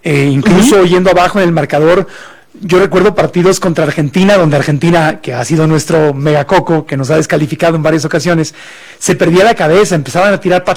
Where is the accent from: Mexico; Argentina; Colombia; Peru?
Mexico